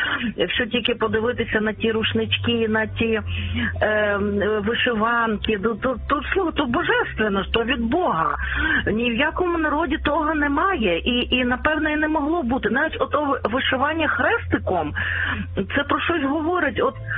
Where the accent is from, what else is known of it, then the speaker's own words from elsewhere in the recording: Carpathians, Ukraine; now in Lviv, Ukraine; І от моє дитинство пройшло в Карпатах.